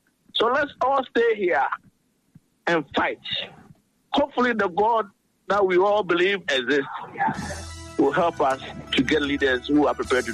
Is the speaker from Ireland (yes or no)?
no; Ghana